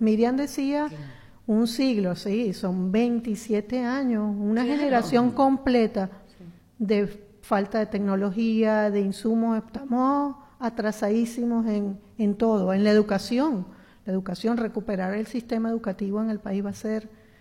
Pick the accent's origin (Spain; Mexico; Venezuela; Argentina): Venezuela; moved away